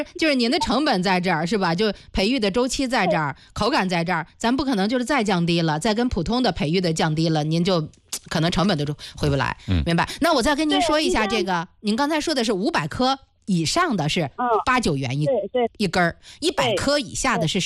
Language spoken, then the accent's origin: Chinese; northern China, China; 我觉得作为北方人来说